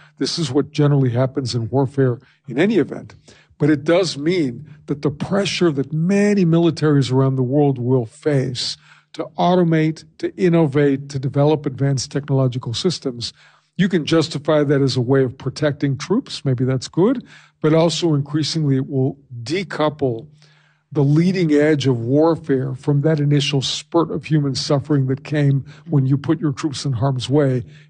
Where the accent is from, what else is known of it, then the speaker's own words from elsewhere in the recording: California, United States; So in my home state of California in the early 1970s, it was not a happy thing to be driving around